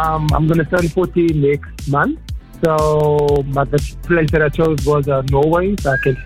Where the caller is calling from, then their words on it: Randburg, Gauteng, South Africa; I'm in Ferndale.